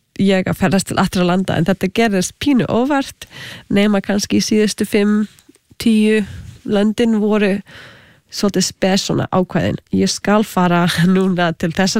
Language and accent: Icelandic; Canada; Icelandic is a second language; Og ég ólst upp í Kanada með halv indverskri móðu frá Suður Ameríku. Svo ég var þegar alþjóðlegt barn og með nokkuð tungumál sem ég gat notað.